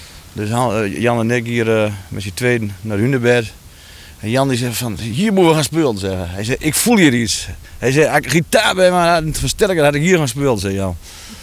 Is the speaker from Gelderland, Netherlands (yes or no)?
no; Drenthe, Netherlands; Ik ben ook nooit uit Drenthe weggegaan.